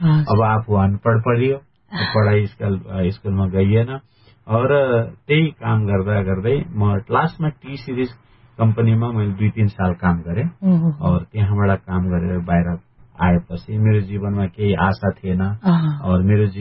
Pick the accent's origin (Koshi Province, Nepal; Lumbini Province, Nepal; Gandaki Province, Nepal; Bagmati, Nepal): Lumbini Province, Nepal; Birkot; now in India; मेरो गाउँ बिरकोट हो, जिल्ला पाल्पा हो, र म त्यतिखेर सानै थिएँ, त्यो आमा बित्नु भयो, र आमा बितेर फेरि बुवाले अर्को बिहा गर्नुभयो।